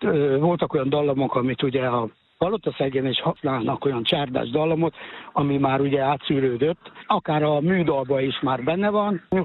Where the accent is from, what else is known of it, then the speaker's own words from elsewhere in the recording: Hódmezővásárhely, Csongrád-Csanád, Hungary; Hódmezővásárhelyen, születtem, és kisgyerekként is ott éltem